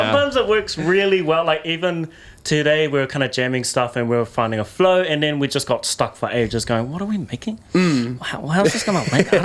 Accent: Taupo, Waikato, New Zealand; also born or lived in Turangi; Like my home, I come from Taupo and Turangi. And even like in those places, I think I've moved a combination of like 15 times.

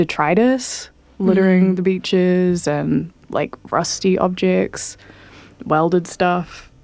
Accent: Dunedin, Otago, New Zealand; now in Auckland, New Zealand; I'm from Otipoti

